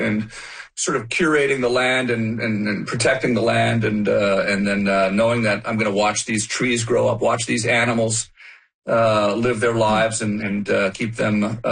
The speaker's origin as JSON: {"language": "English", "town": "Ottawa", "region": "Ontario", "country": "Canada", "also_born_or_lived": "Los Angeles", "moved": "as an adult", "said": "I can't believe I live in Los Angeles. I'm Canadian. I'm from Ottawa."}